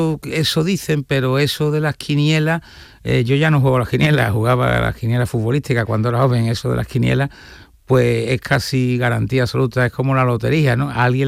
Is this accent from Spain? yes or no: yes; Seville, Andalusia, Spain; soy sevillano, vivo mucho la Semana Santa, disfruto mucho la Semana Santa, soy creyente